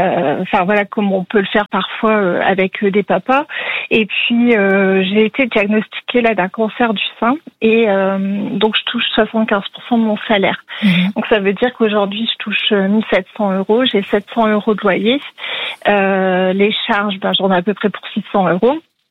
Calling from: Hauts-de-France, France; Du lieu Saint-Amand, du Nord.

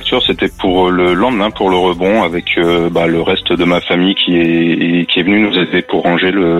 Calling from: Abbeville, Hauts-de-France, France; je suis sur Abbeville.

